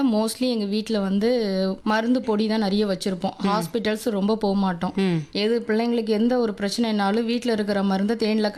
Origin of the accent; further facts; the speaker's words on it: Tirunelveli district, Tamil Nadu, India; நான் BA Tamil literature முடிச்சிருக்கிறேன். Tirunelveli மாவட்டம் சுத்தம்பள்ளி கிராமத்திலிருந்து வரேன்.